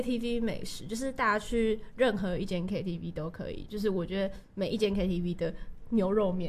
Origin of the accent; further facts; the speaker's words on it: Taichung, Taiwan; 因为我是台中人